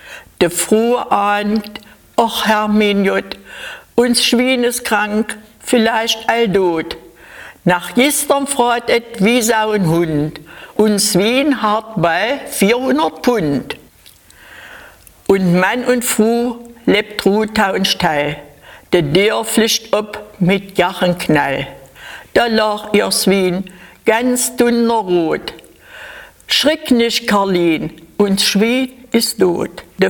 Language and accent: German; Wanzleben, Saxony-Anhalt, Germany; die ist aus meiner Heimat, über den Berg her, aus dem Kreis Wensleben, wo ich in die Schule gegangen bin hier.